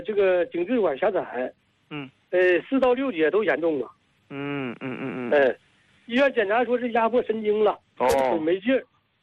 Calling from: Longjiang, Heilongjiang, China; 哎，我是齐哈尔龙江的。

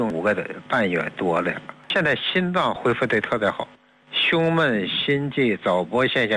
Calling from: Baoding, Hebei, China; 当时我跟您说的是保定市区的人

